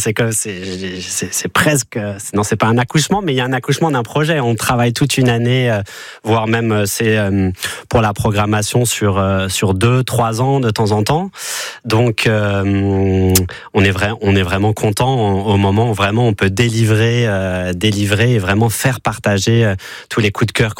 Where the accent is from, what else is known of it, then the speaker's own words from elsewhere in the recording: Orléans, Centre-Val de Loire, France; Moi, j'ai grandi à Orléans